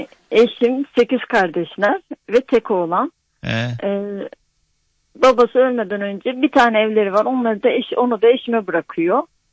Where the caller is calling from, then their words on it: Afyonkarahisar, Turkey; Ben Afyon'dan arıyorum.